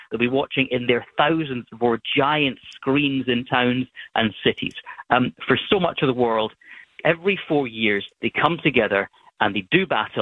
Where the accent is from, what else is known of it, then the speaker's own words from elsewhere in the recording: Scotland, United Kingdom; now in England; because I'm Scottish and I live in England, and they will be unbearable.